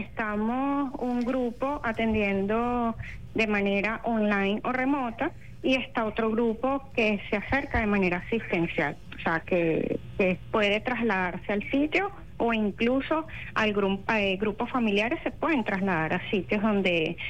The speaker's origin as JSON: {"language": "Spanish", "country": "Venezuela", "said": "somos humanos y hermanos, somos venezolanos, o sea, esto es un sentir colectivo"}